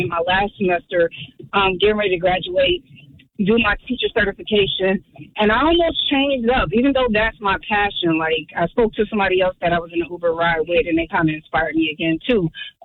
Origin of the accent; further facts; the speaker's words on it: Florida, United States; now in Milwaukee, United States; So I'm actually new to Milwaukee. I'm from Florida. I'm only here for a good time, not a long time.